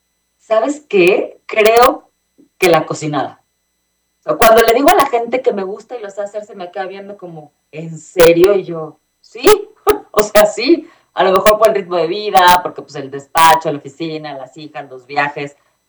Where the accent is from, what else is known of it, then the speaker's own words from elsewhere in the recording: Ciudad Juárez, Chihuahua, Mexico; moved away; soy de Ciudad Juárez, Chihuahua, entonces los burritos y la machaca son con harina y los tacos aquí son con maíz.